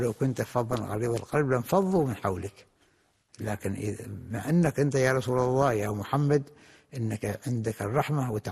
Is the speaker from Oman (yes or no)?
yes; Oman; كان واحد الحياة بسيطة في القرى في البلدان مثلا عندنا في عمان تجد الواحد أين يذهب يعني البلد كلها متكاتفة وكلها متعاونة وكلها متعارفة